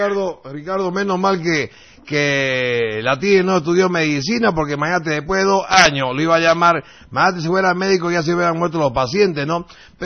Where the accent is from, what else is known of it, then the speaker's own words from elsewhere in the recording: Santa Cruz, Bolivia; nosotros los cruceños